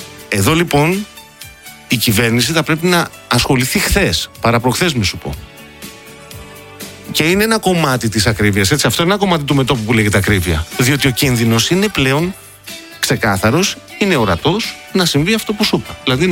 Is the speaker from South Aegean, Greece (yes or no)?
no; Peloponnese, Greece; Όπως γνωρίζεις, Κασιανή μου, κατάγομαι από την Νότια Πελοπόννησο.